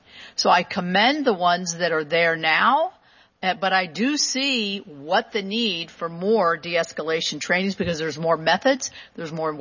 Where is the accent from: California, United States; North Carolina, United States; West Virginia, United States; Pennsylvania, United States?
West Virginia, United States; in my home state of West Virginia, very close to here